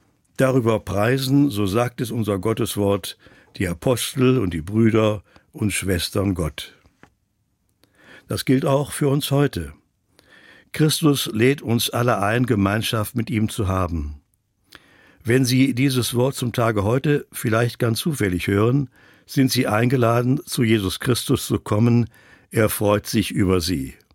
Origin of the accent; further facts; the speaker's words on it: Silesian Voivodeship, Poland; born there; als ich vor Jahren zum ersten Mal über die Grenze nach Polen einreisen und meine Geburtsstadt in Schlesien besuchen konnte